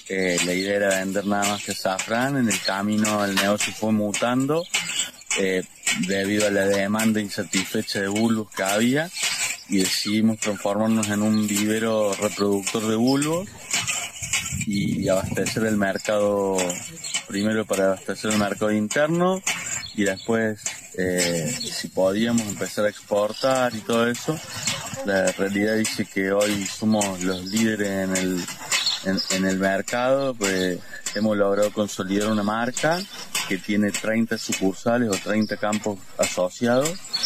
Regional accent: Villa General Belgrano, Córdoba, Argentina; Nosotros somos de Villa General Belgrano y tenemos uno de nuestros campos, de nuestros principales campos, está acá en Hernando

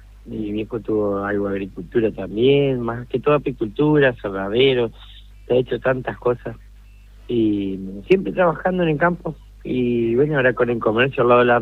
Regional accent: Entre Ríos, Argentina; accent: correntino; Y bueno, más o menos para ubicarlo geográficamente, estamos en noreste de Entre Ríos, contracorrientes, por eso hablamos medio correntinado.

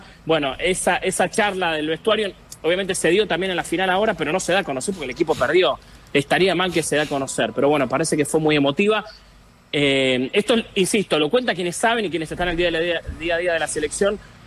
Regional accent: Argentina; a mí me molesta como argentino

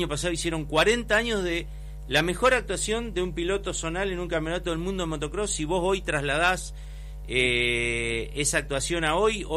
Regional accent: Cipolletti, Río Negro, Argentina; now in Fernández Oro, Argentina; yo soy nacido y criado en Cipolletti, una ciudad futbolera, pero fierrera, histórica fierrera.

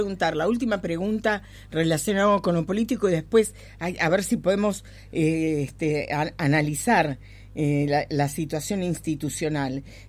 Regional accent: Tierra del Fuego, Argentina; uno es el legislador Lechman y otro sos vos, somos fueguinos.

